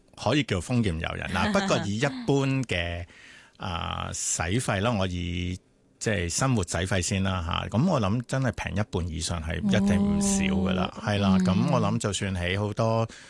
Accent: Hong Kong; 我哋香港人

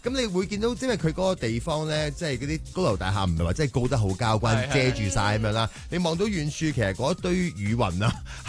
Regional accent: Hong Kong

